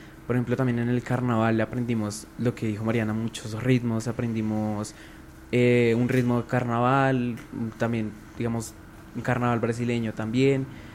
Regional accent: Colombia; ese amor a la cultura que tenemos como colombianos.

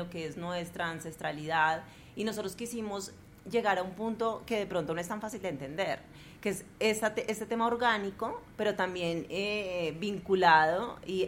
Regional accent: Colombia; sintiéndonos siempre orgullosos de ser colombianos

